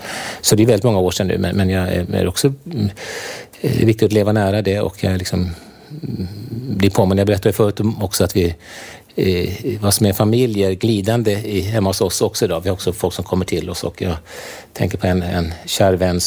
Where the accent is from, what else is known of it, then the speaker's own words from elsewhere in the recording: Stockholm, Stockholm County, Sweden; så växte jag upp då mitt i Stockholm.